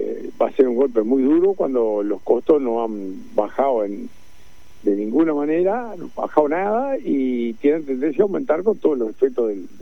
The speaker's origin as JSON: {"language": "Spanish", "region": "Cerro Largo", "country": "Uruguay", "said": "yo soy productor de Cerro Largo, del departamento de Melo, de la zona de la sexta sección de Cerro Largo."}